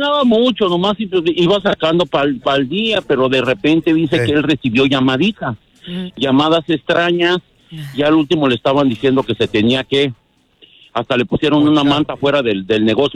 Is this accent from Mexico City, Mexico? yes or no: yes; Mexico City, Mexico; No, yo no soy de Guerrero, yo soy de la Ciudad de México.